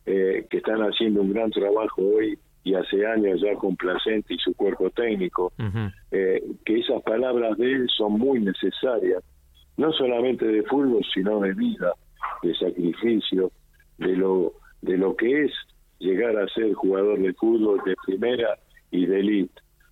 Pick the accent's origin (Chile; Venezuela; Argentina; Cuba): Argentina